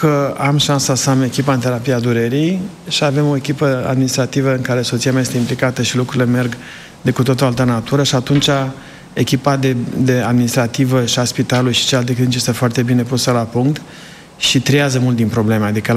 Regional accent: Sibiu County, Romania; now in United States

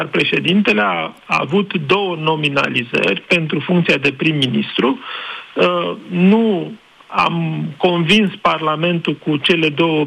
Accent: Romania

